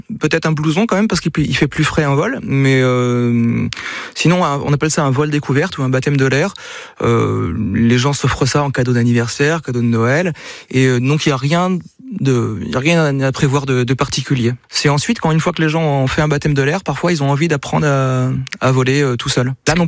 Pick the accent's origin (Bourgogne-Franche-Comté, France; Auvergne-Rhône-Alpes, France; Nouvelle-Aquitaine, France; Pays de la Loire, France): Pays de la Loire, France